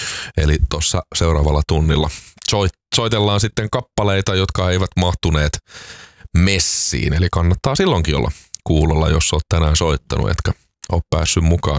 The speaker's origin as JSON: {"language": "Finnish", "town": "Espoo", "region": "Uusimaa", "country": "Finland", "said": "me espoolaiset ollaan tämmöisiä suvaitsevaisia rakkautta täynnä olevia."}